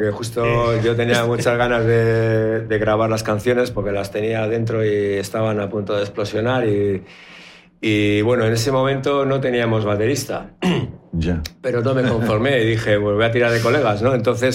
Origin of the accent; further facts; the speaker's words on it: Bilbao, Basque Country, Spain; now in near Orduña, Spain; yo soy de Bilbao, pero me fui a vivir a un pueblito pequeño, me fui a vivir a un pueblito que estaba cerca de Orduña